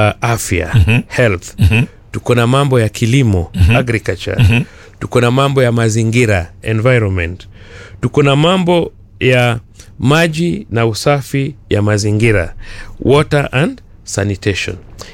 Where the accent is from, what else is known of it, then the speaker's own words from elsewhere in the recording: Siaya, Siaya County, Kenya; kule kwetu nyumbani Siaya